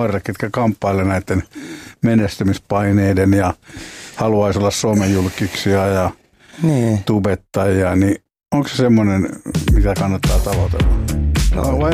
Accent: Lapinjärvi, Uusimaa, Finland; Mä muistan, kun Lapinjärjellä, missä mä oon kotoisin pieni kylä tuolla Itä-Uudellamaalla, niin naapurin lapset ne keräsivät joka kesä marjoja

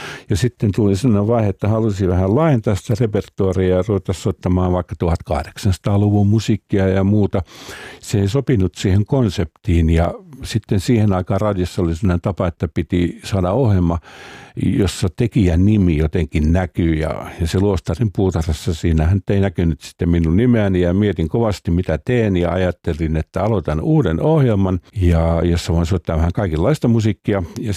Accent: Salo, Southwest Finland, Finland; born or raised there

